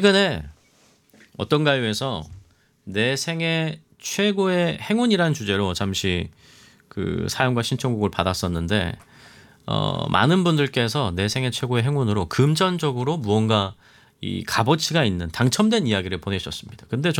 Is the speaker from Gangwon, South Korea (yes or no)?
yes; Pyeongchang, Gangwon, South Korea; 제가 강원도 평창 출신인데 그렇게 사투리 쓰는 거 아니더래요.